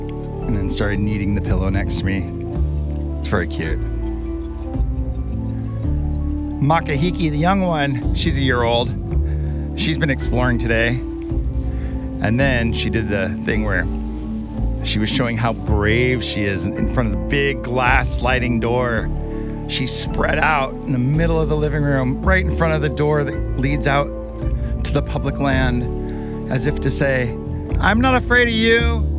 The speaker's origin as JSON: {"language": "English", "region": "Arizona", "country": "United States", "tie": "born or raised there", "said": "You know, when I was young, I grew up in Arizona. And they had these great big, big skies."}